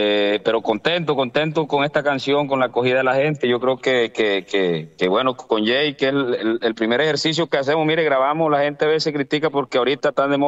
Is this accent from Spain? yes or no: no; San Juan del Cesar, Cesar, Colombia; allá en San Juan. Ese es mi pueblo.